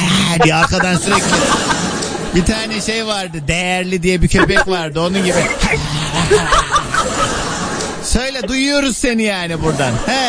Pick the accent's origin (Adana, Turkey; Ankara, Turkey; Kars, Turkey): Kars, Turkey; Bir ben Karslıyım.